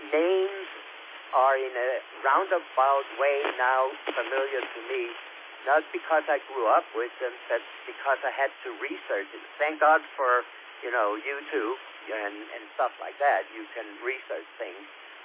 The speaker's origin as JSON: {"language": "English", "town": "Copenhagen", "region": "Capital Region of Denmark", "country": "Denmark", "tie": "born or raised there", "also_born_or_lived": "Folsom, California", "moved": "as an adult", "lives_now": "United States", "said": "I'm born and raised in Copenhagen"}